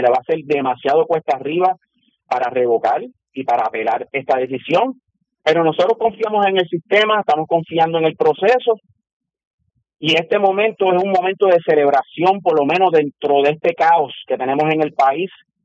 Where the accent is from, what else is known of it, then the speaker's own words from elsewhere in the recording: Puerto Rico; somos un continente y que tenemos que atemperar nuestro estilo de vida y calidad de vida a lo que somos, caribeños, puertorriqueños.